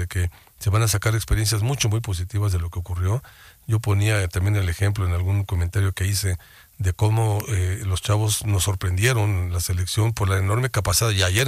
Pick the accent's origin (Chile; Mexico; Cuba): Mexico; como mexicanas y mexicanos que somos